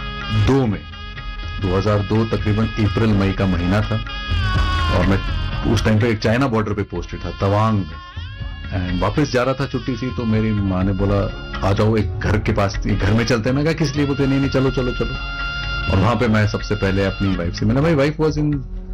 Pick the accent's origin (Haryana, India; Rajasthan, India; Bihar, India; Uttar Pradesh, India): Haryana, India; Bhiwani; मैं भिवानी का रहने वाला हूँ, मेरी वाइफ का परिवार भी भिवानी में है